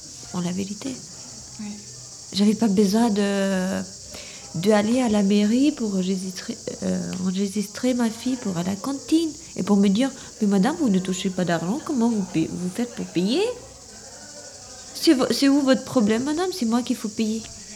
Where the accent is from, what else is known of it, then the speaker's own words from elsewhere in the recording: Albania; French is a second language; now in France; Oui, mais je suis venue de l'Albanie.